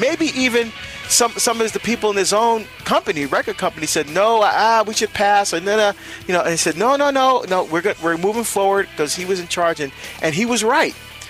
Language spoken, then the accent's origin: English; New Jersey, United States; calling from Toms River, New Jersey. You know, as we say, like down the shore, again, back in my home state.